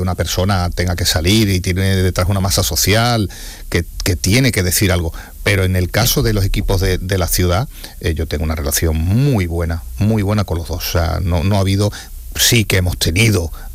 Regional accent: Andalusia, Spain; la Andaluza, que es mi tierra y es mi casa

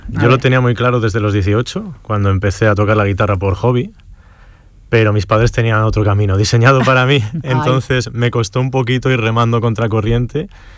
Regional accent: Salamanca, Castile and León, Spain; now in El Portil, Spain; Yo vengo de Salamanca, sí.

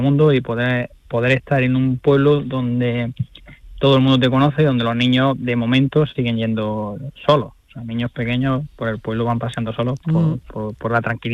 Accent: Andalusia, Spain; Pues mi pueblo es un pueblo muy chiquitito, es un pueblo de sierra.

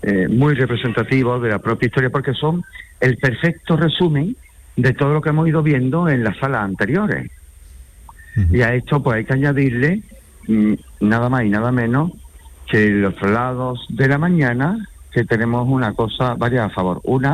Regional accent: Granada, Andalusia, Spain; Bien sabemos cómo somos los granadinos de carácter

